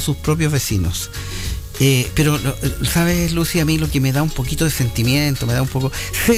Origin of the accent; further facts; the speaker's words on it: Curacautín, Araucanía, Chile; Yo, de toda la vida que vivo en Curacautín